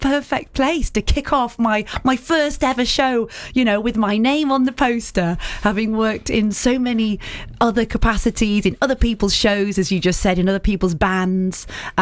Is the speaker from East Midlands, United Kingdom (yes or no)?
no; North West England, United Kingdom; moved away as an adult; now in North Cotswolds, United Kingdom; I grew up in Cumbria